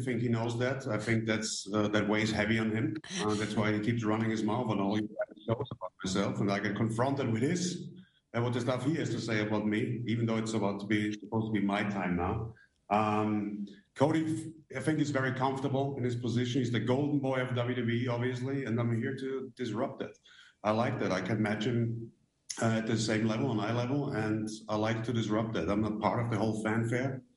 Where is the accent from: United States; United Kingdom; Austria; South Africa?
Austria; I grew up in Austria, which is just right next door, a proud European.